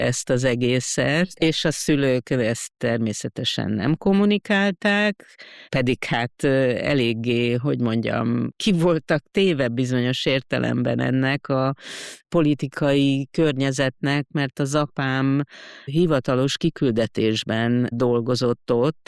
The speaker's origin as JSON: {"language": "Hungarian", "country": "Brazil", "tie": "born or raised there", "said": "félig meddig egy darabig Brazíliában nőttem fel"}